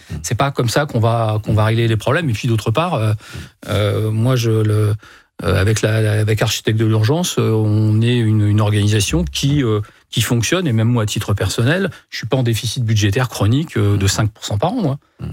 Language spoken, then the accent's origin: French; Hauts-de-France, France